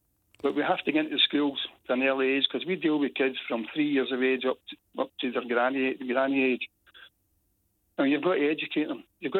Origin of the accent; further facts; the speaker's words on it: Glasgow, Scotland, United Kingdom; When I grew up in Easterhouse